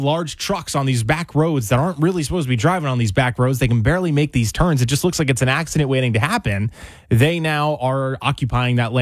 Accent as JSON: {"language": "English", "town": "Chesterfield", "region": "New Jersey", "country": "United States", "tie": "born or raised there", "said": "I grew up in the farmland of Chesterfield."}